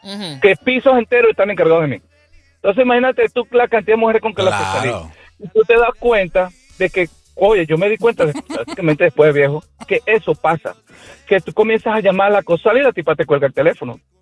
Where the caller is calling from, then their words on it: West Palm Beach, Florida, United States; te estoy llamando de West Palm Beach.